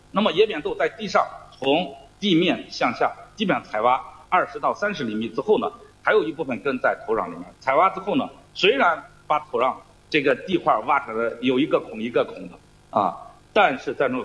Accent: Shaanxi, China; 作为我们陕西人也非常骄傲，

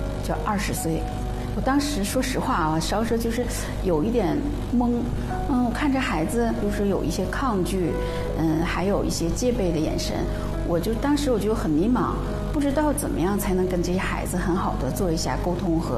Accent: Jiagedaqi, Heilongjiang, China; 但当时呢，加格达奇的特教学校刚刚成立，我就想着要回到家乡，为家乡的特教事业贡献一点力量。我第一天上班的时候就20岁

